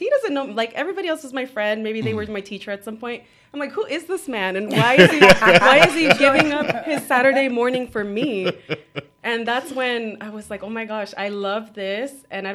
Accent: San Bernardino, California, United States; also born or lived in Bakersfield; I was born in Bakersfield, but moved out here to San Bernardino when I was around 5 years old.

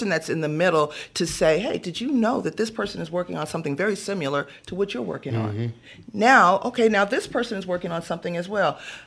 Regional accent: West Covina, California, United States; also born or lived in Baldwin Park / La Puente; But the bulk of my childhood was in West Covina. And then I moved from West Covina to La Puente. and I graduated from La Puente High School.

